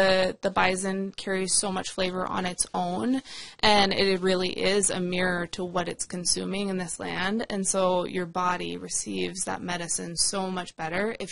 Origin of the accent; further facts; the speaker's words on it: White Earth Reservation, Minnesota, United States; I grew up on the White Earth Reservation, and so I have a preference.